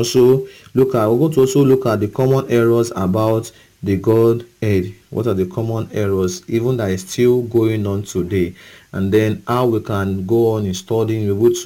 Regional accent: Okada, Edo, Nigeria; from Okada Town, Edo State, and it's a pleasure having this discussion with you.

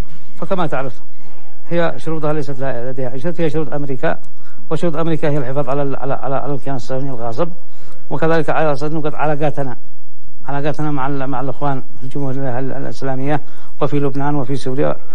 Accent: Yemen; أنا كشعب يمني

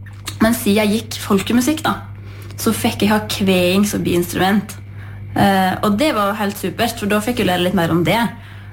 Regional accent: Jøstedalen, Vestland, Norway; Jeg kommer fra Jøstedalen, og jeg har vokst opp på Myklemyr, og der bodde jeg helt til jeg var 16, i lag med foreldre og en bror

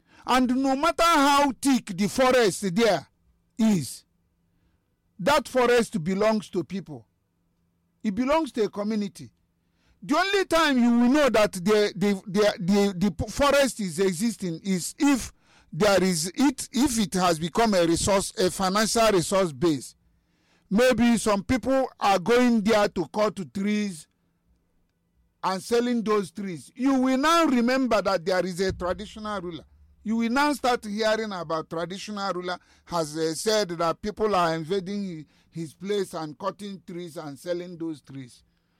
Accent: Onitsha, Anambra, Nigeria; born there; We are living at Onitsha.

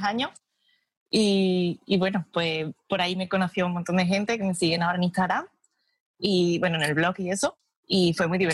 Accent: Seville, Andalusia, Spain; moved away as an adult; also born or lived in Cartagena / Inverness; now in Edinburgh, United Kingdom; Yo soy de Sevilla. Bueno, nacida en Cartagena, pero soy de Sevilla. Y llevo en Escocia 6 años y medio ya.

